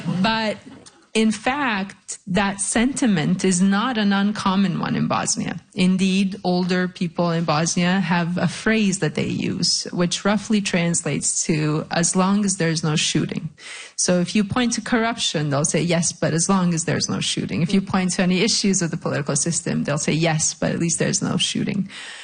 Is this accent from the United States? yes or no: no; Canada; as a Canadian